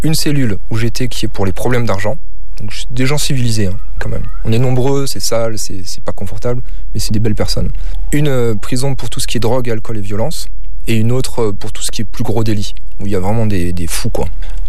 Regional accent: France; Pour rentrer chez moi en France.

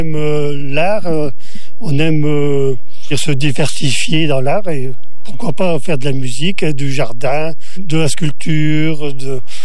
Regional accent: Hauts-de-France, France; moved away

